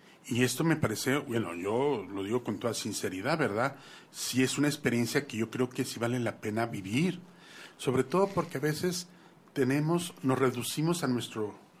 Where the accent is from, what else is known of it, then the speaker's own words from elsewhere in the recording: Zapopan, Jalisco, Mexico; a mis hermanos de Guadalajara. Gracias. Sí, soy de Zapopan.